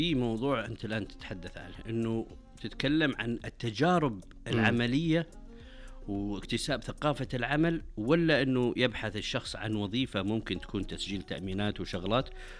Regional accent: Riyadh, Riyadh Province, Saudi Arabia; عندنا في الرياض شديد البرودة يا صاحبي

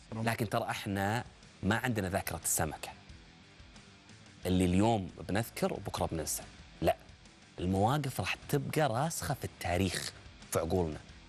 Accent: Saudi Arabia

